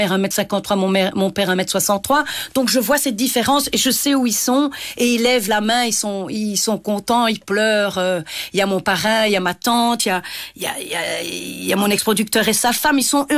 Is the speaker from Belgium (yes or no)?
yes; Liège, Wallonia, Belgium; On vient de Liège, on est dans une petite ville.